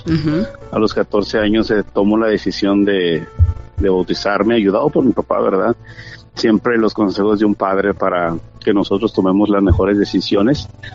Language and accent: Spanish; Ciudad Madero, Tamaulipas, Mexico; also born or lived in Durango, Mexico; now in Laredo, United States; yo nací en Durango, pero crecí realmente en Ciudad Madero.